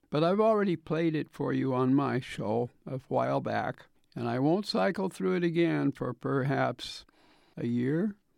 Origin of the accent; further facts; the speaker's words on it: Ames, Iowa, United States; from Ames, Iowa.